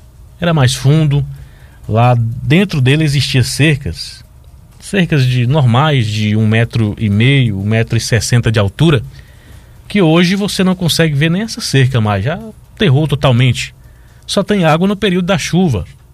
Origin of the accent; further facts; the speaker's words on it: Malhada, Bahia, Brazil; Lá no povoado de Serra de João Alves, município de Malhada, onde eu nasci, me criei, minha localidade natal